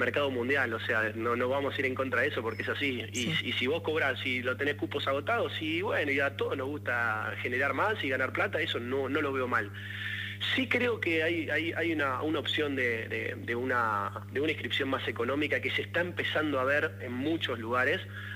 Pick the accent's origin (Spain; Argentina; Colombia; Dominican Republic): Argentina